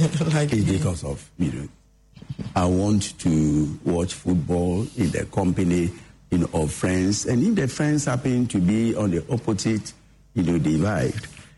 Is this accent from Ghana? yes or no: yes; Ghana; There are certain things that, as a Ghanaian, I think we shouldn't make, you know, heavy weather off.